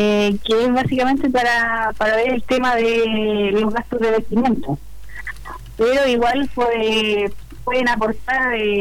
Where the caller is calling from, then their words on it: Pueblo Seco, Ñuble, Chile; Nosotros con Tomás somos de Pueblo Seco, así que viajamos hasta 3 o 4 veces a la semana acá a San Carlos a ensayar.